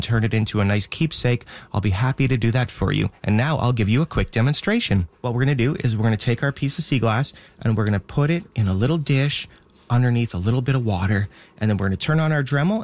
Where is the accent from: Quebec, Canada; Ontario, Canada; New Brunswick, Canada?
Quebec, Canada; Montreal; also born or lived in Calgary, Alberta; now in Cape Breton, Canada; So I was born and raised in Montreal, but I found myself living out in Calgary, Alberta